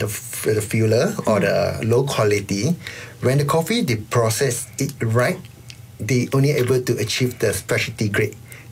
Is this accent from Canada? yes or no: no; Malaysia